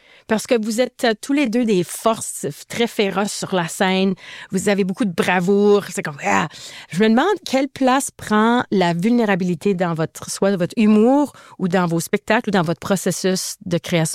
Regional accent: Manitoba, Canada; accent: Franco-Manitoban; c'était des francophones manitobains qui le disaient dans notre accent.

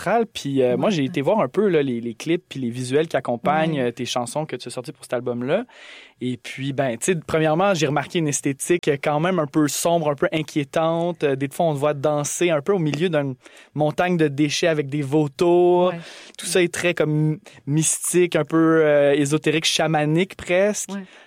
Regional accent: Sherbrooke, Quebec, Canada; Moi, j'ai fait ma petite enfance là-bas à Sherbrooke.

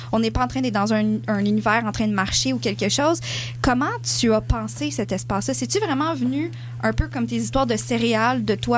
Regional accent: Quebec, Canada; c'est pas parce que, tu sais, je suis québécoise.

